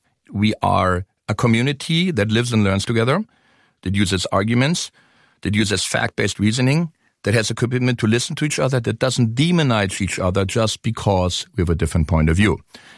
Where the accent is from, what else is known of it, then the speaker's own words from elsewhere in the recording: West Berlin, Berlin, Germany; So I was born in West Berlin, the divided city.